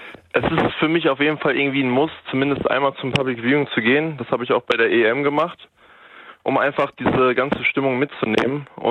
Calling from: Germany; als Deutsche

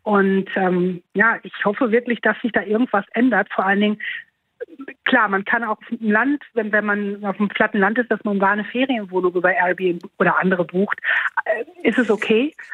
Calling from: Berlin, Germany; ich komme aus Kreuzberg

